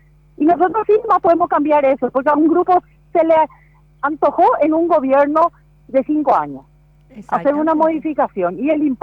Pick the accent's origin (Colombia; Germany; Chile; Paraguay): Paraguay; Chaco; Yo también soy chaqueña